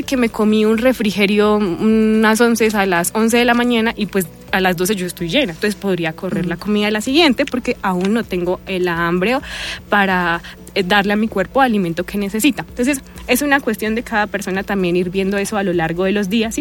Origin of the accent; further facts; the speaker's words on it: Boyacá, Colombia; Soy de Boyacá. Entonces yo he trabajado en varios municipios de Boyacá.